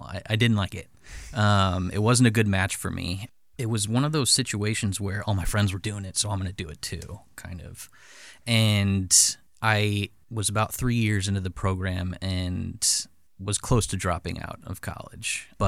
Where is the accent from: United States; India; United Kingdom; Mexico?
United States; O'Fallon, Missouri; now in Godfrey, United States; Yeah, so I grew up in the St. Louis metro area, O'Fallon, Missouri. And my wife also is from this area. We live in Godfrey now, so somewhat, you know, close by.